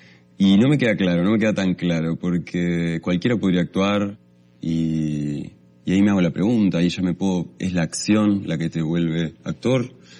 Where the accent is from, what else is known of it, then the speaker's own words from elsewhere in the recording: Uruguay; moved away; Yo vengo de Uruguay, del otro lado del mundo. Y soy actor